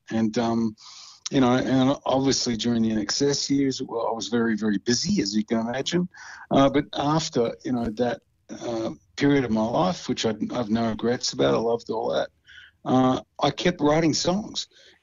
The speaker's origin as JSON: {"language": "English", "region": "Western Australia", "country": "Australia", "also_born_or_lived": "Sydney", "moved": "yes", "lives_now": "near Tamworth, Australia", "said": "I come from Western Australia originally, but it's about as west as it gets."}